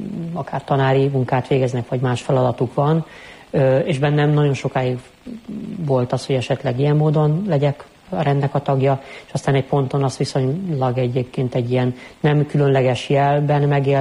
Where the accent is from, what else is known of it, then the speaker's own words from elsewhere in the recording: Budapest, Hungary; Egy budapesti nagy katolikus családból származom, heten vagyunk testvérek, én vagyok a legkisebb.